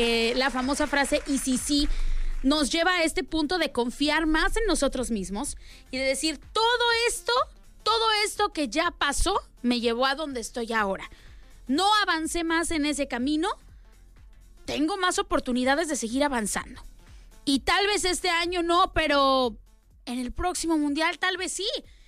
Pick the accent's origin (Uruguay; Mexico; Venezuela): Mexico; Porque así somos los mexicanos.